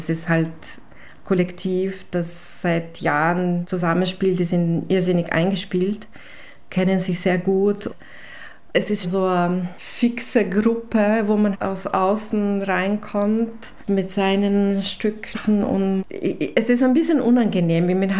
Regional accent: Krško, Slovenia; In Kirschko, wo ich herkomme, habe ich in Big Band angefangen als Sängerin.

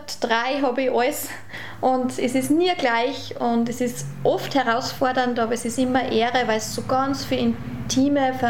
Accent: Bad Goisern, Upper Austria, Austria; Ja, ich bin in Gäusern aufgewachsen.

